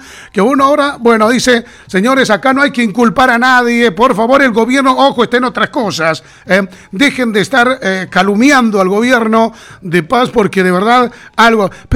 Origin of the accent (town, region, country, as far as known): Bolivia